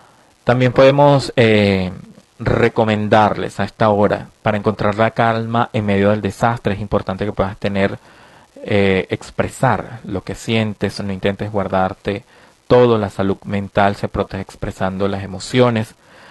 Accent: Venezuela

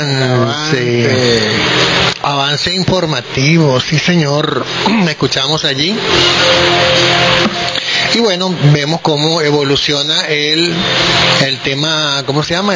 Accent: Venezuela; como somos los venezolanos

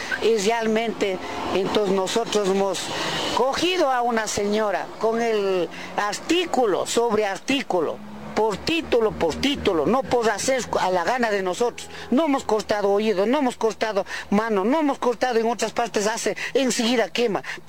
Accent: Cotopaxi, Ecuador; la mayoría estamos aquí en Santa Rosa de Pichul, por ejemplo de aquí al lado, somos de Huangaje, Tihua, Guayama, Chukchilán, Moreta, Zumbagua, Huantopol

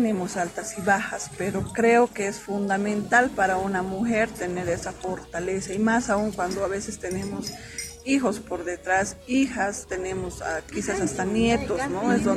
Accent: Potosí, Bolivia; moved away; somos varias que somos de Potosí

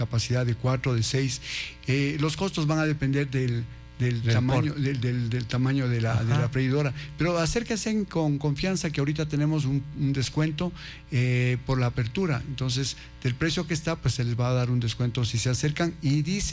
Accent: Ecuador; obviamente estamos muy orgullosos que nuestros técnicos, nuestros empleados, nuestro gerente general, todos somos ecuatorianos

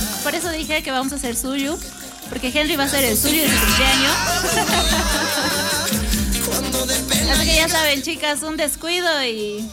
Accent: Bolivia; lo importante es demostrar que somos bolivianos.

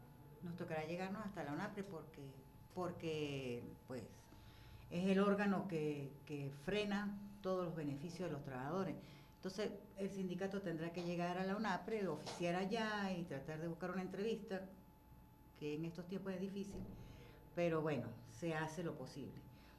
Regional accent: Venezuela; Nos duele como venezolanos la tragedia que hubo en Vargas

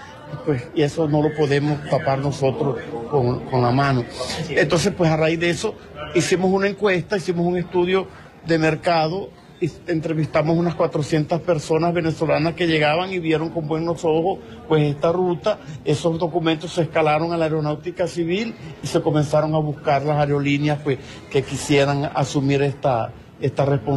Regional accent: La Guajira, Colombia; para nosotros como colombianos y sobre todo los guajiros es una oportunidad enorme

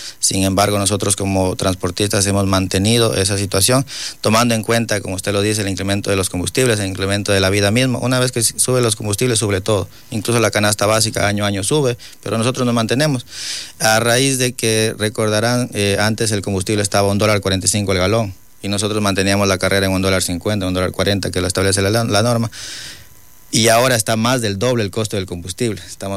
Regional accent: Lago Agrio, Sucumbíos, Ecuador; somos también ciudadanos, somos de aquí del Aguario, somos de la provincia

